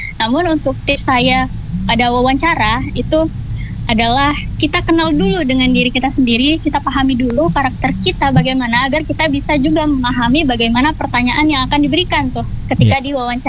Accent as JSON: {"language": "Indonesian", "town": "Bengkalis", "region": "Riau", "country": "Indonesia", "moved": "as an adult", "lives_now": "Makassar, Indonesia"}